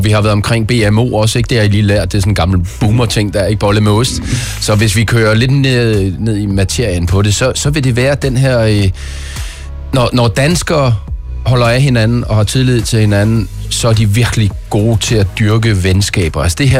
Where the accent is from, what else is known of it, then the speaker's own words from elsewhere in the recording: Central Denmark Region, Denmark; moved away as an adult; now in France; nu er jeg jo fra Midtjylland